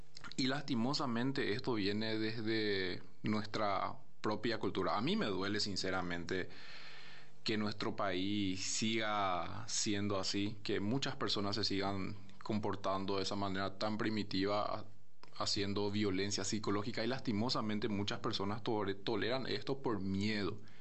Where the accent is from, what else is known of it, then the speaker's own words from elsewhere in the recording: Paraguay; acá como paraguayo